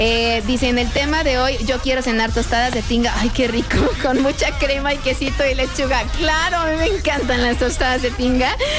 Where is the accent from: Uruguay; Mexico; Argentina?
Mexico; recordar que somos mexicanos, que somos hermanos y que México es un país hermoso, que somos libres